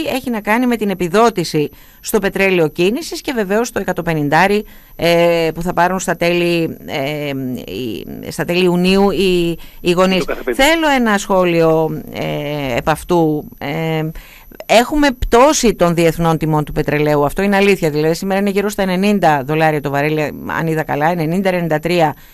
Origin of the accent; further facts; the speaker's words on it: Greece; είμαστε Έλληνες καταναλωτές. Ζούμε στην Ελλάδα.